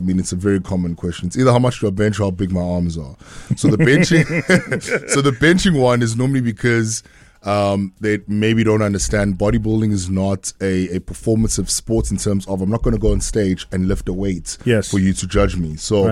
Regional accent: Durban, KwaZulu-Natal, South Africa; moved away as an adult; also born or lived in Cape Town; now in Johannesburg, South Africa; I'm from Lamontville. I'm born and bred in Durban. I did primary school here, high school here. I'm a George Campbell old boy. And then obviously subsequently I went to varsity at UCT and ended up being in Joburg

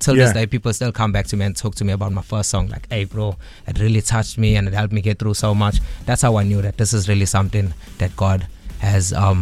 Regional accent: Sydenham, London, United Kingdom; Okay, so as you said … I'm from Sydenham. A lot of people know as the Nims.

